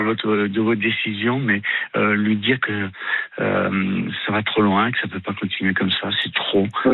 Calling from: Nantes, Pays de la Loire, France; je suis sur Nantes

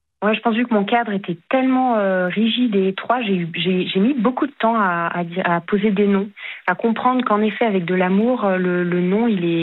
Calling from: Annecy, Auvergne-Rhône-Alpes, France; je suis à Annecy

